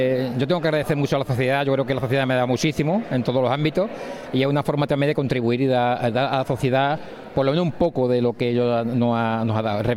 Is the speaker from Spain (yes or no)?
yes; Spain; los dos somos españoles